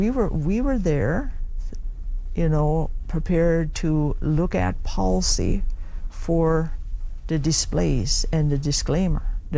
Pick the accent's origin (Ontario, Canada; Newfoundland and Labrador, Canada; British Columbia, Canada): Newfoundland and Labrador, Canada; Makkovik; I mean, like, in actual fact, I'm from Northern Labrador. I'm born and raised in Mokovic. I am a member of Nunat Sivut Inuit.